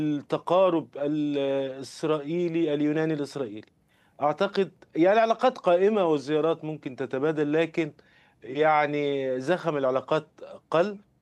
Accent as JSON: {"language": "Arabic", "country": "Egypt", "said": "انا كمواطن مصري"}